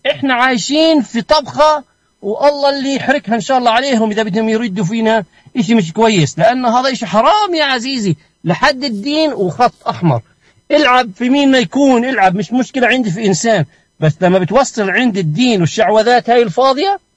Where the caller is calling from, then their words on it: Palestine; أنا كإنسان فلسطيني